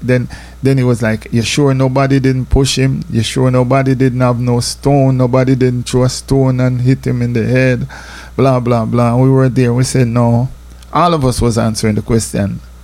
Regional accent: Jamaica; moved away; I'm from Jamaica.

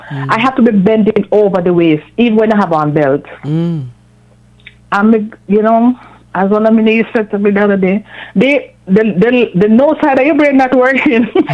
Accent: Jamaica; When I used to go to church, I still go to church. In my church, growing up in Jamaica

